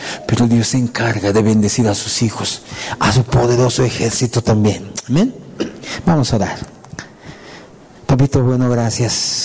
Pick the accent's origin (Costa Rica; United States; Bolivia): Bolivia; Nosotros también somos bolivianos.